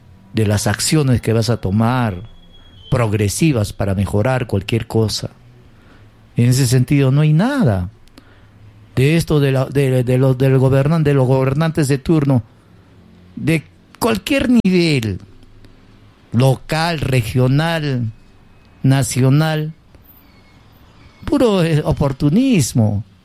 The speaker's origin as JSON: {"language": "Spanish", "country": "Peru", "said": "hay que reconocer qué somos peruanos, cuál es nuestra cultura, la cultura de nuestros Andes"}